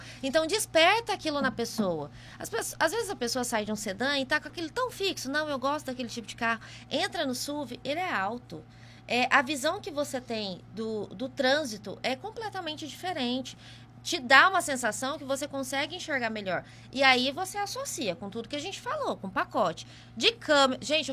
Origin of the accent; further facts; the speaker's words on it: Mato Grosso, Brazil; moved away; E eu vim pra cidade litorânea, eu sou lá do Mato Grosso, e eu tenho essa experiência, o porta-malas é gigantesco.